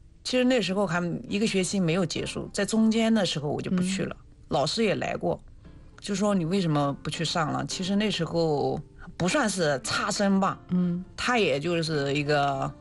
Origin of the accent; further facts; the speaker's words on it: Tongling, Anhui, China; 来自于安徽的铜陵。